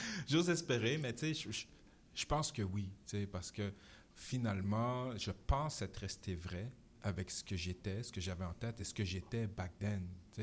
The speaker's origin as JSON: {"language": "French", "town": "Quebec City", "region": "Quebec", "country": "Canada", "tie": "born or raised there", "moved": "as an adult", "lives_now": "Montreal, Canada", "said": "c'est là que je viens, c'est là que je suis né, c'est là que ma mère est née."}